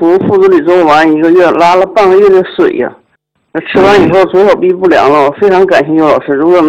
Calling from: Jilin, China; 啊，吉林的。

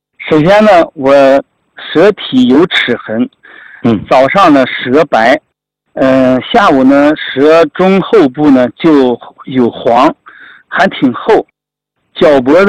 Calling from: Jincheng, Shanxi, China; 我来自山西晋城

